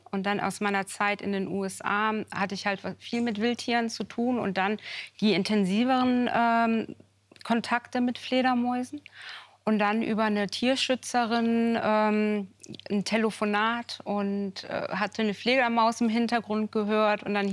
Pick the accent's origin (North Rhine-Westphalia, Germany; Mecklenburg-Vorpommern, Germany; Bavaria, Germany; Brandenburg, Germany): North Rhine-Westphalia, Germany; Cologne; Ich bin ja im Kölner Zoo groß geworden, also dahinter.